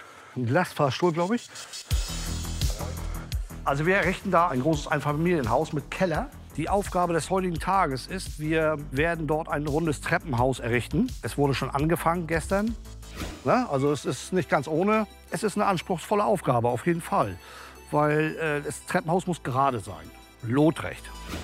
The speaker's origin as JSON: {"language": "German", "region": "eastern Germany", "country": "Germany", "tie": "born there", "said": "Ich bin waschechter Ossi, ich bin da geboren."}